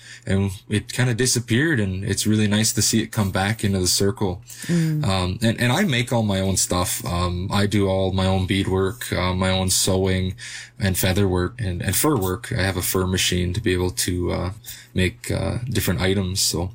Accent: Curve Lake First Nation, Ontario, Canada; I'm from Curve Lake First Nation originally. That's my band and where my family comes from.

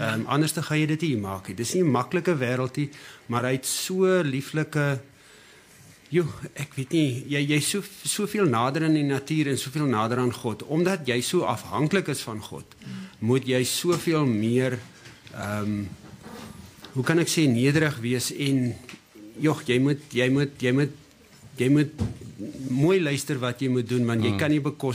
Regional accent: Beaufort West, Western Cape, South Africa; moved away as an adult; now in Merweville, South Africa; ek kom van Beaufort West af, ek het daar op een plaas groot geword

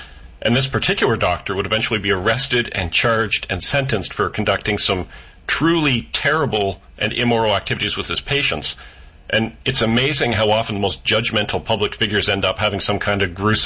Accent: Orangeville, Ontario, Canada; including in my hometown of Orangeville, Ontario.

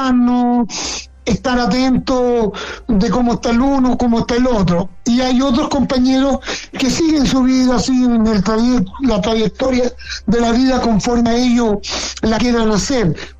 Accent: Chile; porque pasaban muchas cosas por la cabeza de nosotros como mineros chilenos

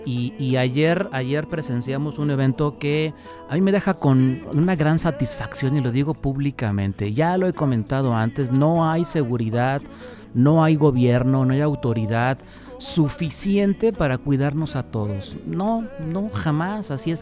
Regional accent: Mexico; yo sé que soy mexicano

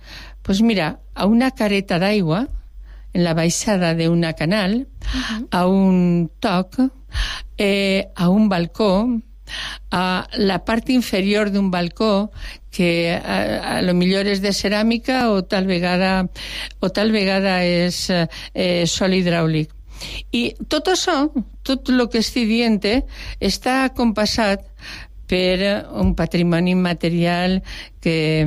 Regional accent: Albaida, Valencian Community, Spain; exceptuant els espòsits que vaig passar a la vall, sempre m'he quedat en el meu poble

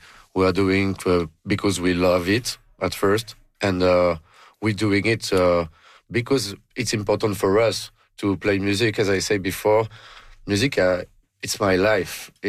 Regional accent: Montreal, Quebec, Canada; We come from Montreal too.

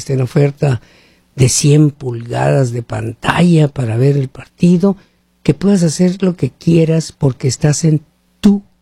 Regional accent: Hermosillo, Sonora, Mexico; Yo soy de Hermosillo, Sonora, ¿sí?

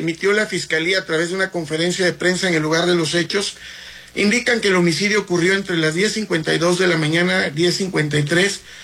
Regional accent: Oaxaca, Mexico; somos oaxaqueños

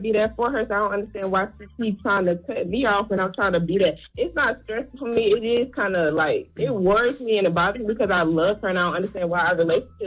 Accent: Columbia, South Carolina, United States; I'm from Columbia, South Carolina

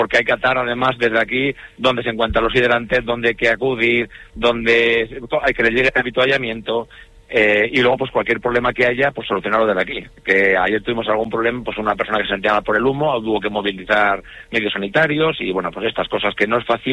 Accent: Basque Country, Spain; nosotros en el País Vasco tenemos un bosque más fresco

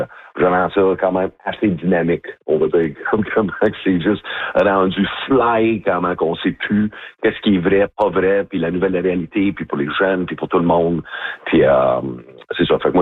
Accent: Edmonton, Alberta, Canada; French is a second language; now in Quebec, Canada; je concentre beaucoup en français au Québec. Sinon, ouais, j'ai commencé en anglais. Je viens d'Edmonton, Alberta.

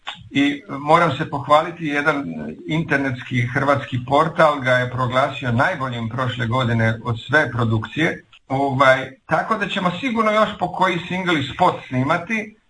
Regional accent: Knin, Šibenik-Knin County, Croatia; now in Zagreb, Croatia; Pa Knin je moj rodni grad, ja sam Knjinjanin, da tako kažem u šali, privremeno zaposlen u Zagrebu.

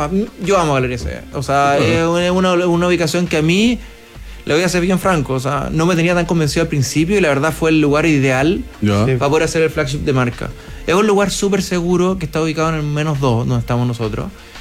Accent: Chile; Mi sensación es que nosotros como chilenos también somos bastante tradicionales.

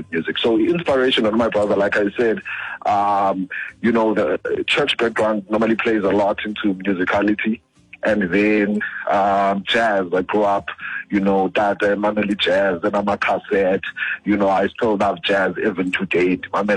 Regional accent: Cape Town, Western Cape, South Africa; moved away as an adult; now in Mthatha, South Africa; right now I'm based in Mthatha, but I grew up in Cape Town. Basically, almost my entire life I grew up there.

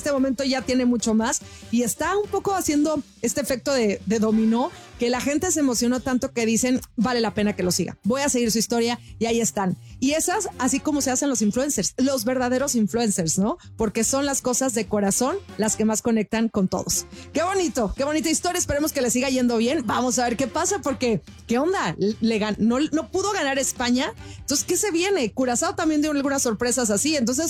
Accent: Mexico; Mira, yo no sé, pero como buen mexicano, si nos hubiera tocado con algo así por el estilo, ya hubiéramos estado así, ¿no?

